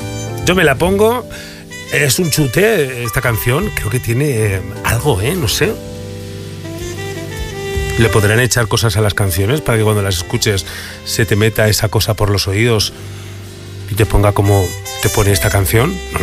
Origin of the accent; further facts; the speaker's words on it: Burgos, Castile and León, Spain; Yo soy de Burgos y he veraneado toda mi vida en Santander.